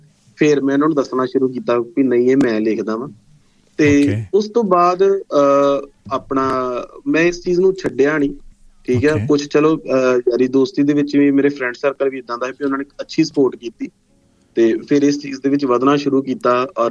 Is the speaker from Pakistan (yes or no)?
no; Gujja Veer, Punjab, India; now in Amritsar, India; ਮੈਂ ਭਾਜੀ ਐਕਚੁਅਲੀ ਹੁਣ ਮੈਂ ਇਸ ਟਾਈਮ ਅੰਮ੍ਰਿਤਸਰ ਰਹਿ ਰਿਹਾ, ਲੇਕਿਨ ਬੇਸਿਕਲੀ ਮੇਰਾ ਪਿੰਡ ਜਿਹੜਾ ਵਾ ਉਹ ਅੰਮ੍ਰਿਤਸਰ ਦੇ ਬਿਲਕੁਲ ਕੋਲ ਅਜਨਾਲਾ ਕਸਬਾ ਹੈ, ਉਹਦੇ ਲਾਗੇ ਸਾਡਾ ਪਿੰਡ ਗੁੱਜਾ ਵੀਰ ਆ, ਛੋਟਾ ਜਿਹਾ ਪਿੰਡ ਆ